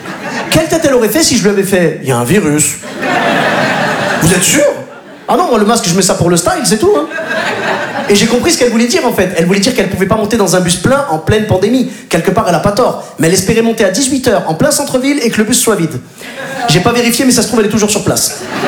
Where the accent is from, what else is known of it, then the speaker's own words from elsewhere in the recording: Clermont-Ferrand, Auvergne-Rhône-Alpes, France; Moi, j'ai grandi en cité à Clermont-Ferrand.